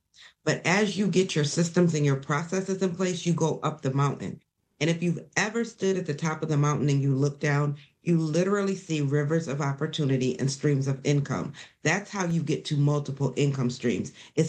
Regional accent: Sandusky, Ohio, United States; I am from Sandusky, Ohio, small little city.

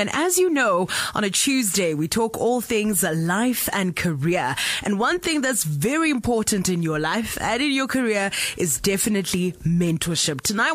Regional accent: Kimberley, Northern Cape, South Africa; I love the fact that we are both from Kimberley

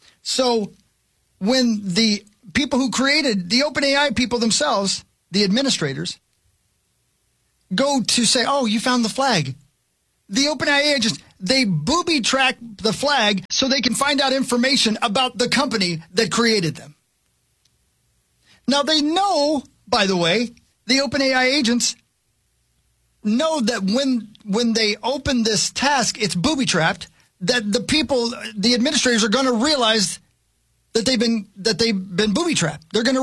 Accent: Indiana, United States; born there; I was born in Indiana and you can tell.

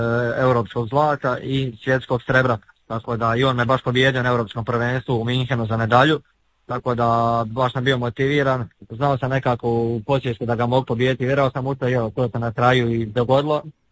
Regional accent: Zagreb, City of Zagreb, Croatia; I onda me kroz 11. mjesec očekuje još 2 turnira, G1 kod nas u Zagrebu Croatia Open i u Beogradu Srbija Open

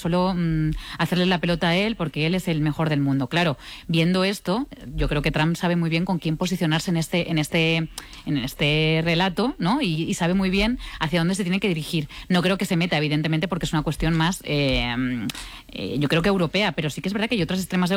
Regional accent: Castellón, Valencian Community, Spain; Yo soy de Castellón y además acabamos de sufrir un terrible incendio en la Sierra de Espadá

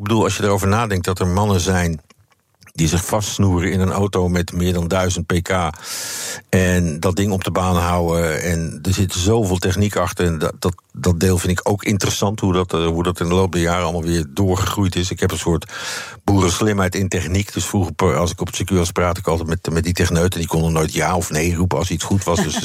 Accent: Netherlands; Het mooiste wat je als Nederlander, als commentator mee kan maken.

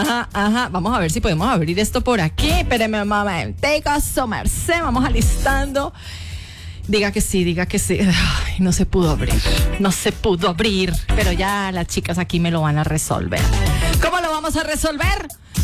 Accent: Guatemala

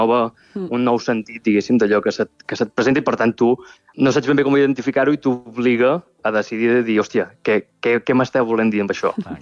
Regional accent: Mataró, Catalonia, Spain; jo que sóc de Mataró i hem amat pirotècnia des de ben petit

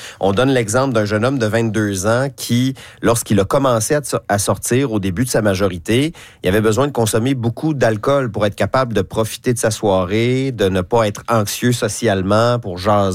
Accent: Quebec, Canada; chez nous, au Québec, au Canada.

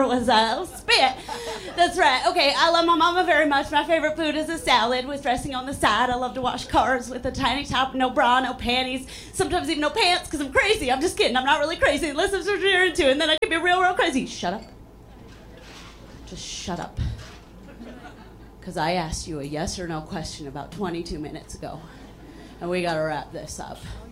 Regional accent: Chicago, Illinois, United States; So, like the host said, I'm from Chicago. I'm from here. I live in Chicago.

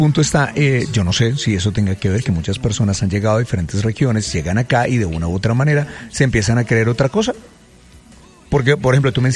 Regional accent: Llanos Orientales, Colombia; now in Bogotá, Colombia; Entonces, tú eres llanero

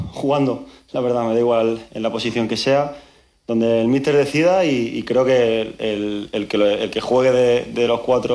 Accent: Murcia, Region of Murcia, Spain; Yo soy de Murcia y es la primera ciudad que veo a la gente de verdad volcada con su equipo

